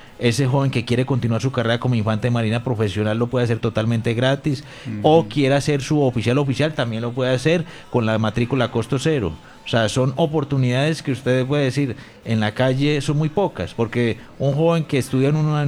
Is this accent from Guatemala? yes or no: no; Ciudad Bolívar, Antioquia, Colombia; moved away; Yo, por ejemplo, soy de Ciudad Bolívar, Antioquia. Nunca había salido del pueblo hasta que me vine acá a la Armada Nacional